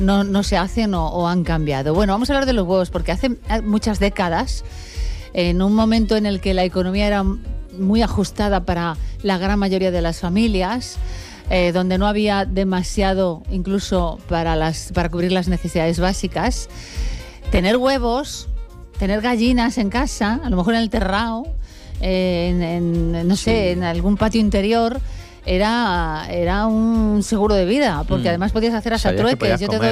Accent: Madrid, Community of Madrid, Spain; Yo soy de Madrid.

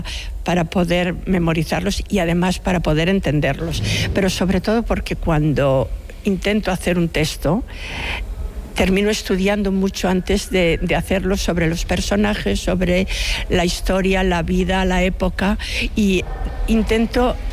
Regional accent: Colinas de Trasmonte, Castile and León, Spain; bueno, el pueblo se llama Colinas de Trasmonte. Es un pueblo pequeñito de la provincia de Zamora. A ver, casi insignificante, pero para mí es mi pueblo y es maravilloso.

